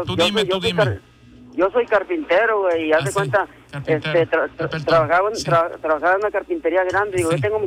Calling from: La Fama, Nuevo León, Mexico; yo soy de aquí de La Fama

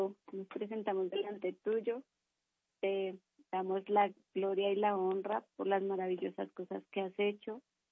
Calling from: Bogotá, Colombia; En Bogotá, Bogotá.

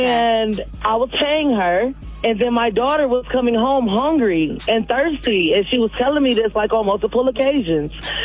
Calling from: Detroit, Michigan, United States; I'm calling from Northside, Detroit.

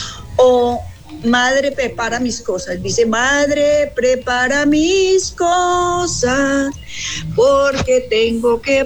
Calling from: Armenia, Quindío, Colombia

